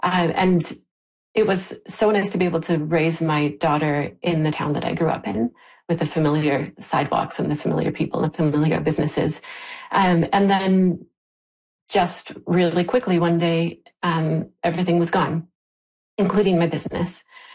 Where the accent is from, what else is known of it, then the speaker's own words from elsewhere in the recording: Lytton, British Columbia, Canada; I grew up in Lytton and was here kind of off and on for most of my adult life and settled down here.